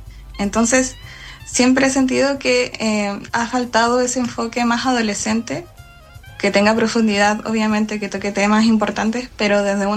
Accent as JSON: {"language": "Spanish", "country": "Chile", "said": "me lee gente de Chile y yo como, soy querida en mi país."}